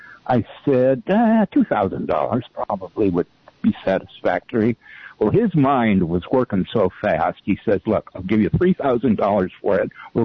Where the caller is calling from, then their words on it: Moss Landing, California, United States; from Mott's Landing.